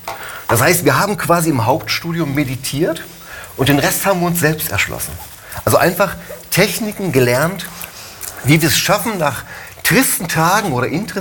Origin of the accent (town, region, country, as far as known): Harz, Germany; also born or lived in Lüneburg, Germany